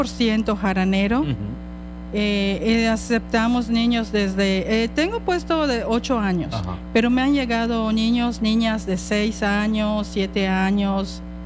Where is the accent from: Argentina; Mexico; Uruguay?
Mexico; Tizimín, Yucatán; now in Cozumel, Mexico; Yo vengo de la ciudad de Reyes Tizimín, Yucatán.